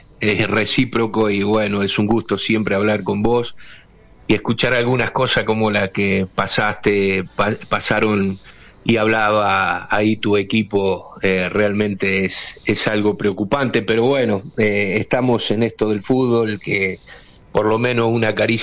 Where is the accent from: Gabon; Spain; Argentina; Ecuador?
Argentina; Rosario, Santa Fe; born there; la cancha de Central, donde yo nací, es un lugar perfecto para que se dé un partido lindo.